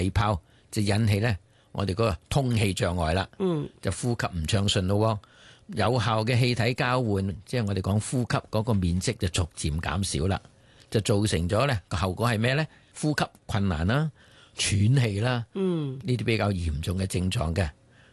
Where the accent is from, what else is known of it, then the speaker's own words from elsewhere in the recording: Guangdong, China; 我哋广东人咧叫舌头做利噶嘛。